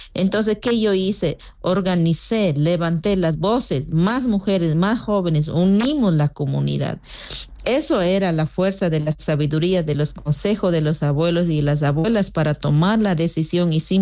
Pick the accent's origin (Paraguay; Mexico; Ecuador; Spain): Ecuador; Pastaza; Yo soy Huaurani de Pastaza por el sur. Yo siempre escuchaba desde niña hasta adolescencia que el norte de la Amazonía